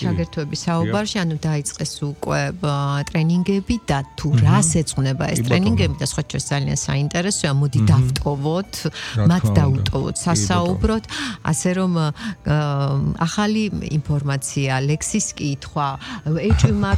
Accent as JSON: {"language": "Georgian", "region": "Tbilisi", "country": "Georgia", "tie": "born or raised there", "said": "მე ძირძველი თბილისელი ვარ თაობებით მსოლოვაკელი ვარ"}